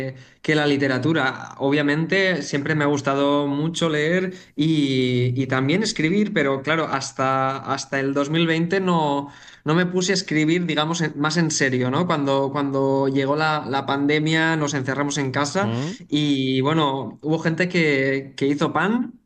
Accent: Tavernes de la Valldigna, Valencian Community, Spain; todo lo que había escrito estaba ambientado en Tavernes la Valldigna, en mi pueblo natal de Valencia

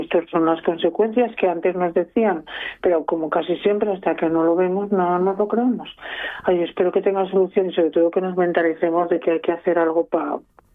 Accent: Asturias, Spain; sabes que yo cuando toco que temas de mi tierra, bueno, de la zona donde vivo, que es el suroccidente

